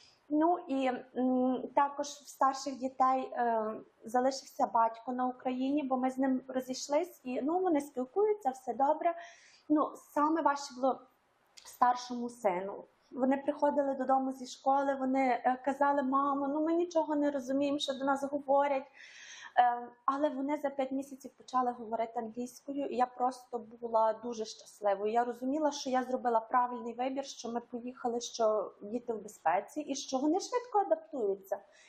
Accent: Monastyryska, Ternopil Oblast, Ukraine; moved away; Я родом з України, пишаюся цим, з Монастириська, Тернопільська область, невеличке містечко, але я люблю його.

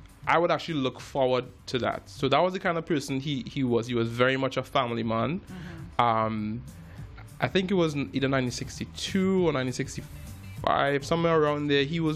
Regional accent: Belmont, Port of Spain, Trinidad & Tobago; moved away as an adult; also born or lived in United States; now in Toronto, Canada; I grew up in Trinidad and Tobago, and I moved to Toronto about 13 years ago. Mm-hmm. Before that, I was studying in the States a bit, and I grew up around music. I grew up in Belmont, Trinidad.

